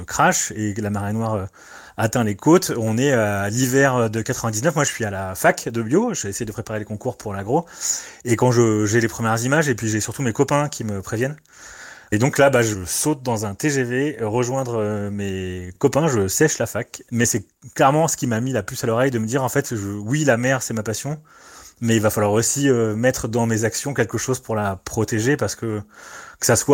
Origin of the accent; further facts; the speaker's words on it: Île-de-France, France; also born or lived in Normandy / Le Pouldu, Brittany; now in Finistère, France; je suis né en Normandie et puis après j'ai vécu une grande partie de mon enfance pour des raisons familiales à Paris, en région parisienne.